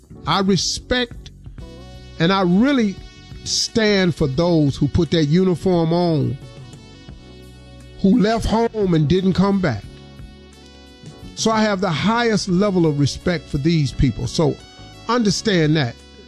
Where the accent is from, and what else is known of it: Welch, West Virginia, United States; born or raised there